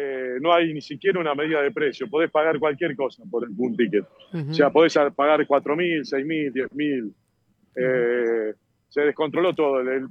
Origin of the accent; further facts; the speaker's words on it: Argentina; Y no somos termos los argentinos nomás